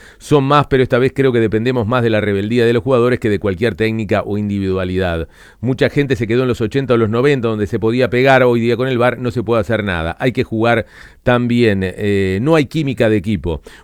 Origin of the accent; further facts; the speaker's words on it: Uruguay; soy tan uruguayo como ustedes que están del otro lado